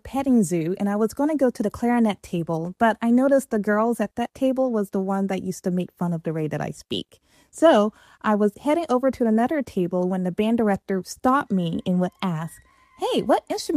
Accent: Laurel, Mississippi, United States; I grew up in Laurel, Mississippi.

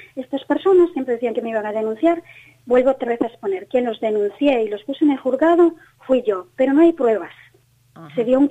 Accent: Galicia, Spain; Mire, yo soy una persona gallega.

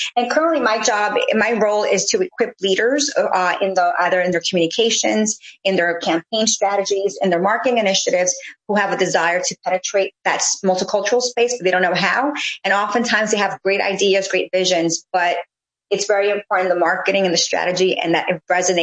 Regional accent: New York City, New York, United States; moved away as an adult; also born or lived in Florida / Washington, D.C.; I'm originally from New York City. I went to college in Florida. Post college, I moved back to New York

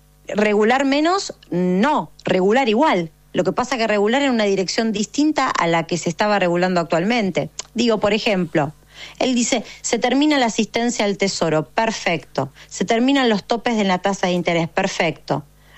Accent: Argentina

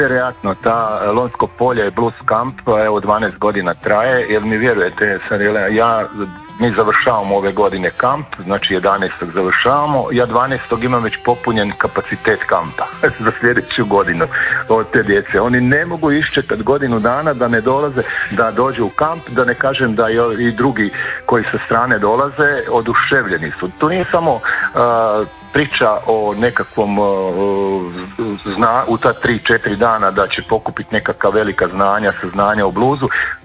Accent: Jasenovac, Sisak-Moslavina County, Croatia; born there; Ja moram reći da sam rođen u Jasenovcu i pa sam onda vuko stalno na Posav

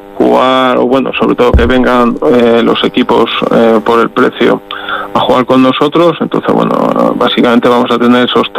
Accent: Cartagena, Region of Murcia, Spain; nosotros que venimos de la zona de Cartagena, estamos un poquito acostumbrados

